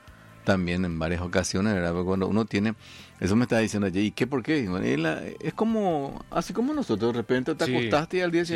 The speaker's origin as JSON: {"language": "Spanish", "country": "Paraguay", "said": "Soy paraguayo y qué."}